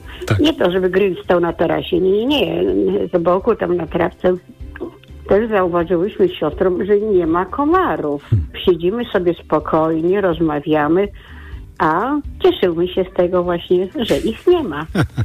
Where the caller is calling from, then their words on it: Warsaw, Masovian Voivodeship, Poland; Ja akurat też dzwonię z Warszawy